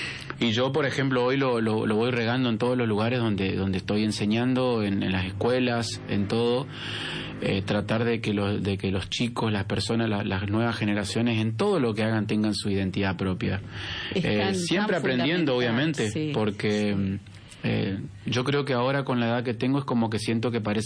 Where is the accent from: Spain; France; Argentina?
Argentina; Lanteri, Santa Fe; now in Reconquista, Argentina; de mis integrantes del grupo, dos somos oriundos de Lanteri. Bueno, Julián Sánchez, que está en batería, él es oriundo de Lanteri, vive en Avellaneda, pero también como yo somos... criados en Lanteri.